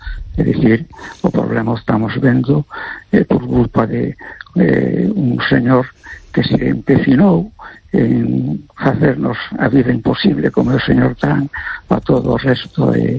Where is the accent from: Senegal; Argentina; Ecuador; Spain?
Spain; A Coruña, Galicia